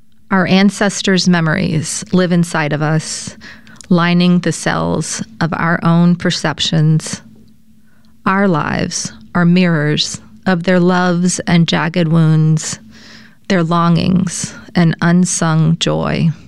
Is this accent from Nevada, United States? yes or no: no; Louisiana, United States; So yes, I grew up in Louisiana myself. I grew up in the southwest part of the state. Both sides of my family there's French ancestors on both sides going back several hundred years. And I grew up in a very French Louisiana culture